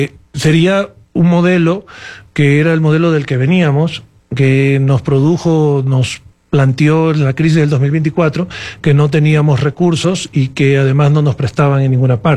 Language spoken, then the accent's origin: Spanish; Ecuador; como país, como Estado ecuatoriano